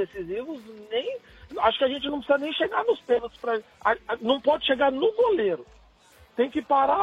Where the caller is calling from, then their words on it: São Paulo, Brazil; Eu tô falando de São Paulo, capital, aqui do centro, Sumbra.